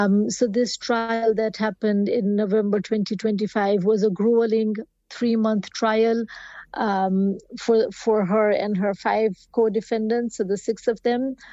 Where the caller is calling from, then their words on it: London, United Kingdom; So I am actually speaking from London, United Kingdom, and I'm here to share the story of my young daughter